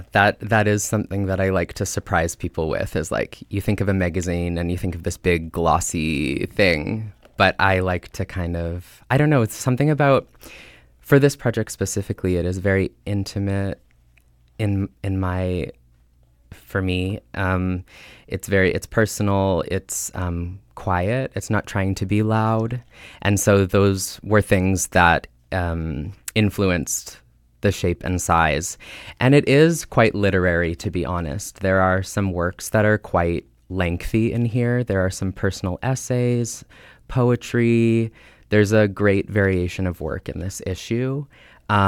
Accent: British Columbia, Canada; near the town that I grew up in the Thompson Okanagan area of British Columbia.

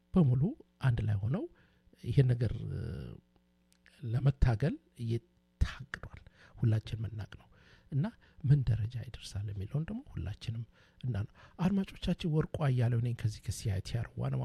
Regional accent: Dire Dawa, Ethiopia; ያው እኔ ድሬዳዋ ነው የተወለድኩት እንግዲህ አሁን ኦሮሚያ ክልል ነው ተወልጄ ያደኩት አይደለም እንዴ?

